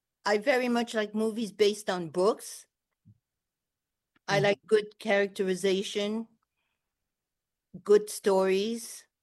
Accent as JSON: {"language": "English", "country": "France", "first_language": "French", "second_language": "English", "moved": "yes", "lives_now": "United States", "said": "My first language was French. I spoke that with my parents after we came to the United States. So I'm still a French speaker, but I'm not a very good writer in French."}